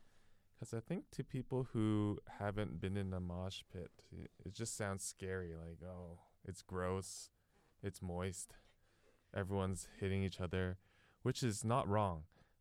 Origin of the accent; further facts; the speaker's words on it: Ontario, Canada; because I'm from Ontario